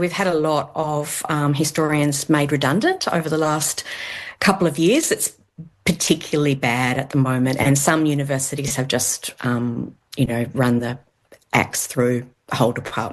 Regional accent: Tasmania, Australia; I was raised in Tasmania

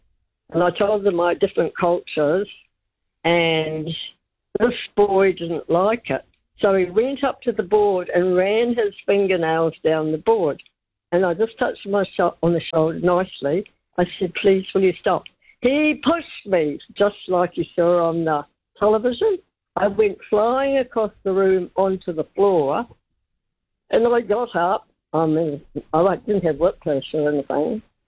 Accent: Ponsonby, Auckland, New Zealand; I was brought up in Ponsonby.

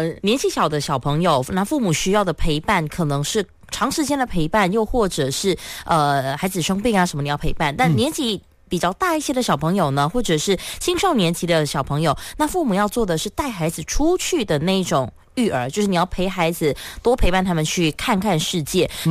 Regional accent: Johor, Malaysia; 我是柔佛人。

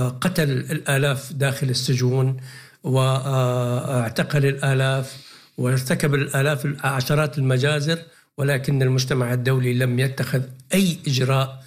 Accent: Syria

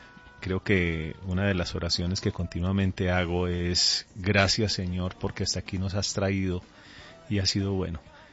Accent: Colombia; also born or lived in Caracas, Venezuela; De hecho, soy nacido en Caracas, criado aquí en Colombia desde los 2 años.

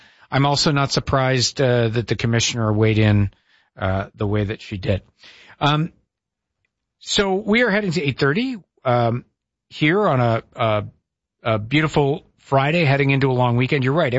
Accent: Toronto, Ontario, Canada; I'm unilingual. I grew up in Toronto.

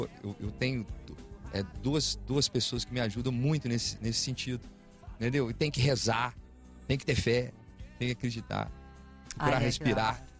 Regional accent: Alfenas, Minas Gerais, Brazil

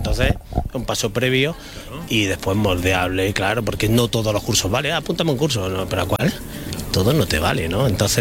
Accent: Úbeda, Andalusia, Spain; Yo soy pues más de Úbeda que los chicos Morcilla. Llevo Jaén por bandera.

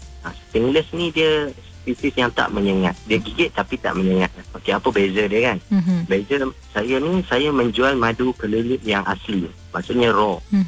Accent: Kampung Sedim, Kedah, Malaysia; Ladang madu kelulut asli Durani yang paling besarnya dekat Kedah, dekat kampung halaman saya, iaitu di Kampung Sedim, Kudim Kedah, dan juga Kampung Bikan.

